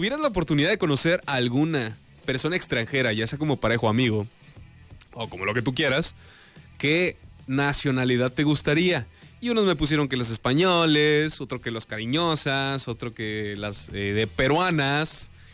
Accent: Monclova, Coahuila, Mexico; moved away as an adult; now in Saltillo, Mexico; Recuérdense que yo soy de Monclova.

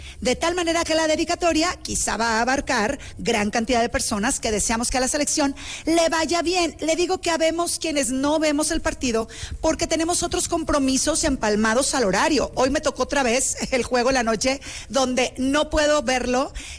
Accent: Mexico; siendo mexicanos que abrazan otros mexicanos que me están representando

